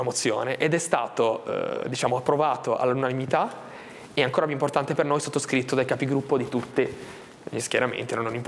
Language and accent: Italian; Albenga, Liguria, Italy; Prima il nostro comune di Albenga, noi siamo di Albenga … subito dopo la regione Liguria ci hanno dato una mano.